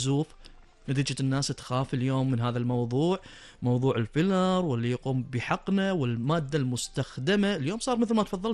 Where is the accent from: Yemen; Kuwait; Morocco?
Kuwait